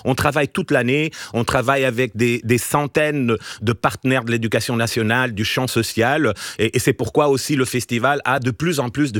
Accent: Portugal; now in France; moi je peux le dire en tant que Portugais, parce que là j'ai pas le risque d'être chauvin

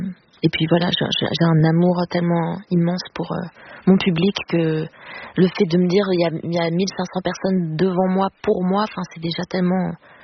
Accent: Paris, Île-de-France, France; Moi, vraiment à Paris, voilà. Parisienne, je suis née dans Paris même.

